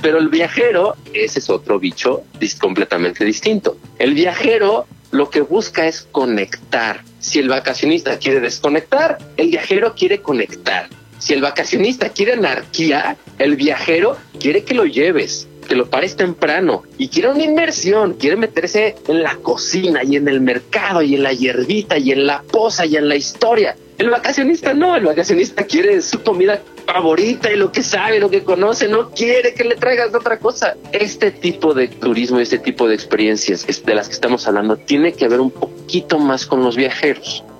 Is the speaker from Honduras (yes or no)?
no; Mexico City, Mexico; now in Valle de Bravo, Mexico